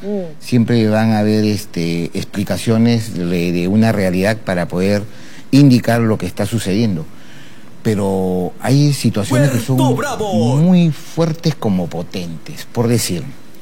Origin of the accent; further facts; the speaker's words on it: Peru; por ese sentimiento que tengo hacia la institucionalidad, a la Policía Nacional, y como peruano, a la gobernabilidad.